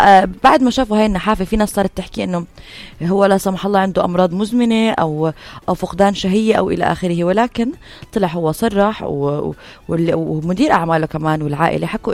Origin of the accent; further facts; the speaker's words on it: Syria; بقول له عفوا انا عمو، قلت له انا سوري يعني حقك علي